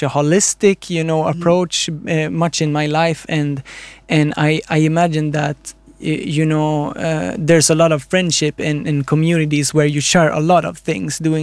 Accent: Sweden; from my experience growing up in Sweden, we don't have much communities

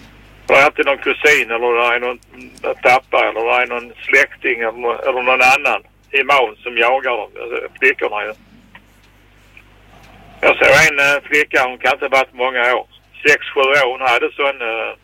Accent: Sweden; born there; att vi är födda i Sverige, du och jag och alla andra.

